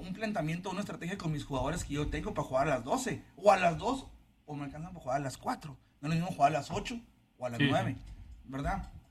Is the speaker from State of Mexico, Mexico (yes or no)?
no; Monterrey, Nuevo León, Mexico; Yo recuerdo cuando estaba niño, jugar a las 11 de la mañana, a las 12, a las 2, a las 4, a diferente horario aquí en Monterrey.